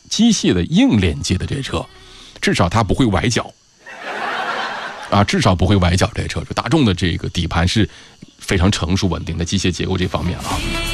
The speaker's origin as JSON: {"language": "Chinese", "town": "Yichang", "region": "Hubei", "country": "China", "said": "因为我是宜昌的"}